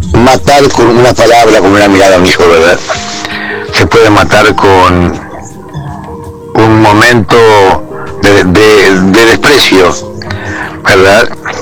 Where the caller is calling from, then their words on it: Fray Bentos, Río Negro, Uruguay; hablo desde Fraivento, Río Negro, Uruguay.